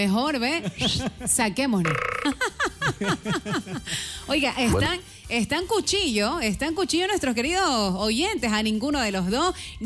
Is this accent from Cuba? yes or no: no; Ecuador; ecuatorianos somos y ecuatorianos vamos a morir